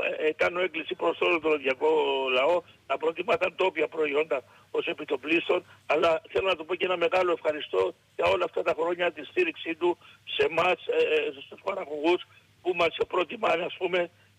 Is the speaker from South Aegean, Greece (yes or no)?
yes; Apolakkia, South Aegean, Greece; η Απολακιά, το χωριό μου που έχω την τιμή να είμαι και πρόεδρος